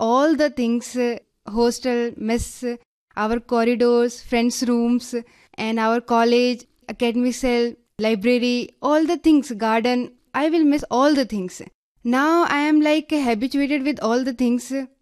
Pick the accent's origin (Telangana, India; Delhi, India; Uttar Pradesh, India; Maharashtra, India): Delhi, India; English is a second language; I am from Delhi, so like nature and all this thing are very less in Delhi.